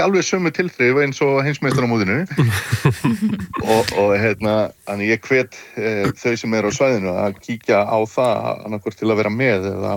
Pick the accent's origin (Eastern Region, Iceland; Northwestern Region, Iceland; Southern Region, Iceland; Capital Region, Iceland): Eastern Region, Iceland; Fáskrúðsfjörður; hefur maður að alast upp og mikið á Fáskursfjörði að vera að tala um þessa frönsku sjómenn sko